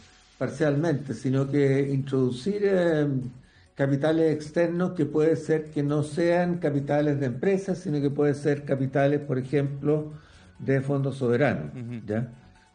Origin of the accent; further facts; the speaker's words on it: Chile; somos todos los chilenos.